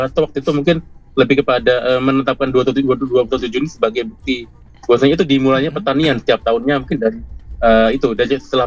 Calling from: Java, Indonesia; Betul sekali, Inang, orang Jawa.

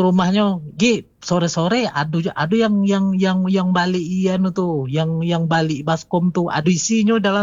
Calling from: Jambi, Indonesia; Kalau di dusun saya

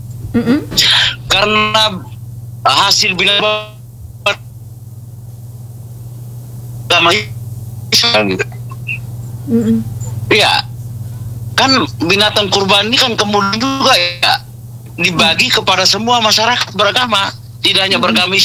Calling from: Papua, Indonesia; Saya Papua.

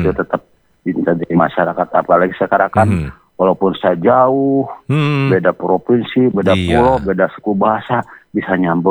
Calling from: West Java, Indonesia; kalau daerah saya kan namanya Bandung Timur ya

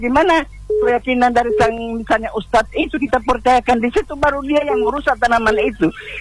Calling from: Gorontalo, Indonesia; dari Gorontalo Utara.

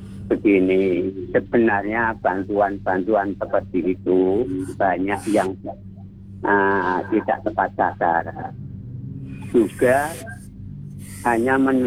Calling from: Jatipuro, Central Java, Indonesia; Jatipuro Karanganya.

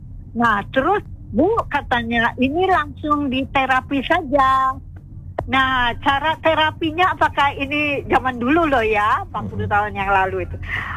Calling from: Lembang, West Java, Indonesia; kota saya di Lembang itu dingin

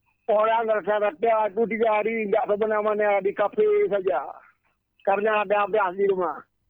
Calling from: Aceh, Indonesia

